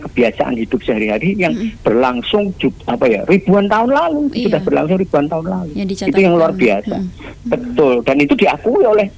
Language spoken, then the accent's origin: Indonesian; Java, Indonesia